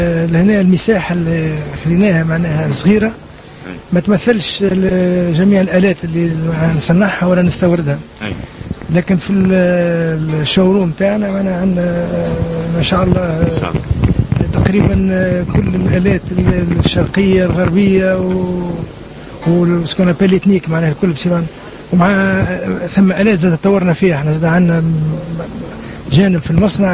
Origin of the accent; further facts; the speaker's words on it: Tunisia; احنا في تونس